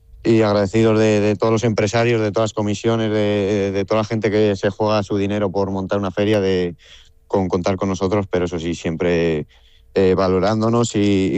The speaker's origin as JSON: {"language": "Spanish", "town": "Salamanca", "region": "Castile and León", "country": "Spain"}